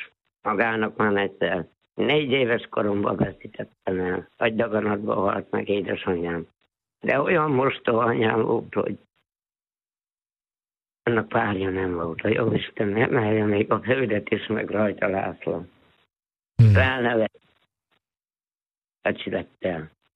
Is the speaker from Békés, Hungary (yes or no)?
no; Újfehértó, Szabolcs-Szatmár-Bereg, Hungary; born there; 9 kilométer messziről Újfehértó mellett az Erdődi tanyán laktunk egy tanyán ott is. Hát én ott születtem a Szalmakazar tövébe.